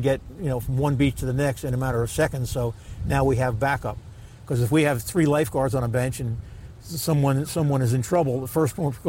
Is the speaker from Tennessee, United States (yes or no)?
no; New Jersey, United States; I grew up on the Jersey Shore. I grew up right across the street from Shark River down the road, and I grew up on the beaches in Avon further down.